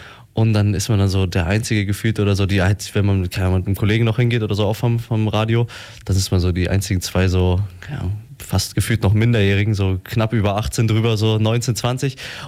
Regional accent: Memmingen, Bavaria, Germany; Ich komme aus Memmingen.

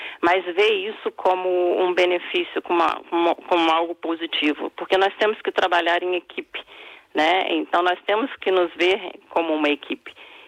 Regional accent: Brazil; Nós temos na equipe colegas, né, que são da Turquia, colegas alemãs, eu sou brasileira, né

